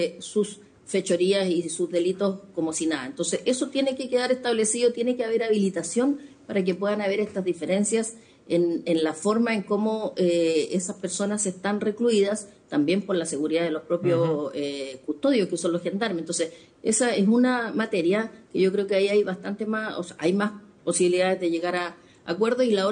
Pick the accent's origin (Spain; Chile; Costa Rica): Chile